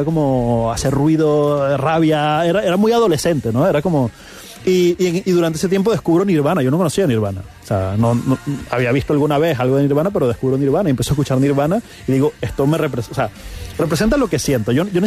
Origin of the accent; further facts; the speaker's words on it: Barquisimeto, Lara, Venezuela; also born or lived in Caracas; porque yo entré en un colegio en cuarto grado, porque me fui de Caracas a Barquisimeto. Llegué a un colegio donde todo el mundo ya se conocía, yo era el extraño